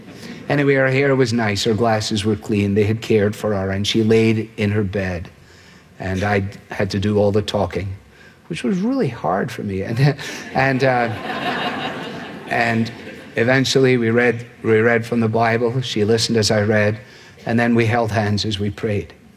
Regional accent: Scotland, United Kingdom; well, that would be good as a Scotsman.

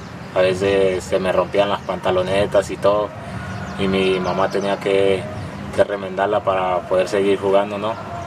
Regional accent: Magüí Payán, Nariño, Colombia; Soy de Magüí, Payán, Nariño.

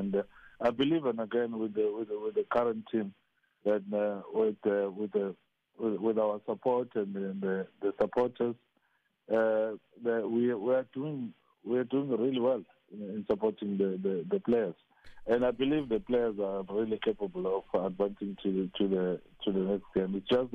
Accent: South Africa; our mindset as South African players

